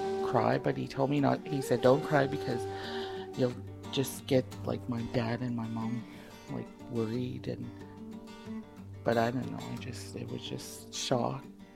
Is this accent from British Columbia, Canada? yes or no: no; Kikino, Alberta, Canada; I'm from the Kikino Métis Settlement in northern Alberta. I grew up in Kikino. I lived here all my life.